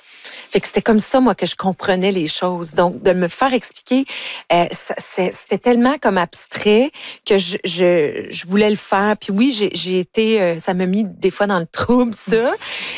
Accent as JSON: {"language": "French", "region": "Ontario", "country": "Canada", "said": "parce que moi, je viens de l'Ontario."}